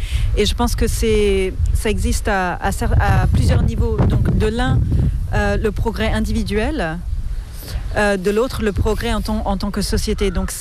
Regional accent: Auroville, Tamil Nadu, India; moved away as an adult

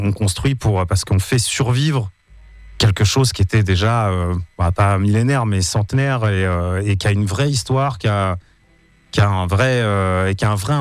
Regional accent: Val d'Isère, Auvergne-Rhône-Alpes, France; la station dans laquelle j'ai grandi à Val d'Isère quand j'étais gamin

